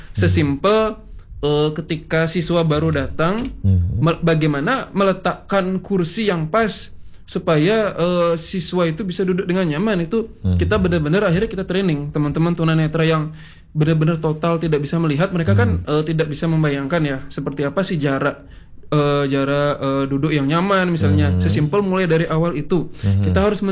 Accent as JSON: {"language": "Indonesian", "region": "Bali", "country": "Indonesia", "said": "Jadi bagaimana kita sebagai orang Bali"}